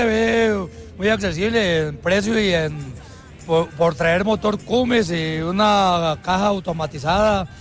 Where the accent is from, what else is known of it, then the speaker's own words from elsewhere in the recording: Miraflores, Boyacá, Colombia; Yo soy de Miraflores, de Boyacá.